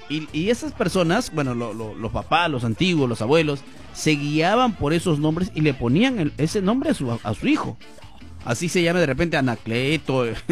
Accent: Peru; así de locos somos todos los peruanos

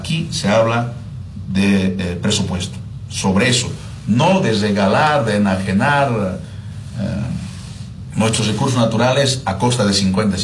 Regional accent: Bolivia; como un boliviano más.

